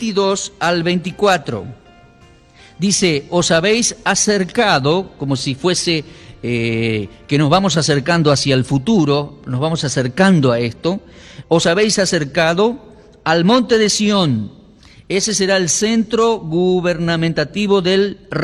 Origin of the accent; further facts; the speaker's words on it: Argentina; Yo tengo pasaporte argentino, porque, bueno, soy argentino